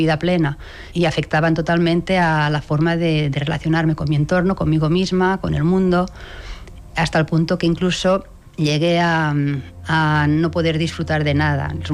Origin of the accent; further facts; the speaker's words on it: Lleida, Catalonia, Spain; born there; now in Barcelona, Spain; Nací en Lleida y me vine a estudiar a Barcelona y bueno, me enamoré de la ciudad. Entonces, cuando acabé la carrera, ya busqué trabajo por aquí.